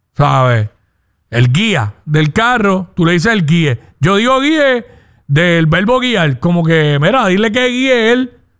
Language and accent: Spanish; Cabo Rojo, Puerto Rico; also born or lived in San Juan; now in Dorado, Puerto Rico; Yo, natural de Cabo Rojo y viviendo, ¿verdad?, por acá entre San Juan y, bueno, llevo más tiempo ya viviendo en Dorado que lo que viví en San Juan.